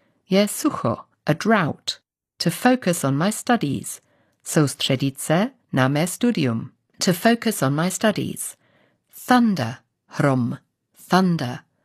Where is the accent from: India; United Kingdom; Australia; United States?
United Kingdom; I come from Britain, where we have a lot of weather. It's a stereotype about British people that they love talking about the weather.